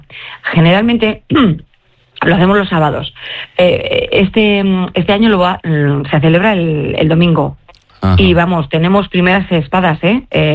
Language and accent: Spanish; Muskiz, Basque Country, Spain; Y somos de Muskiz, que no de Bilbao.